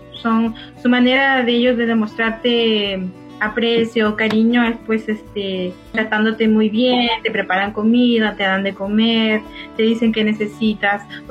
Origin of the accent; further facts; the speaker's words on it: Piura, Peru; pero yo pues soy del norte, de Piura, estoy con la risotada, estoy siempre hablando, molestando.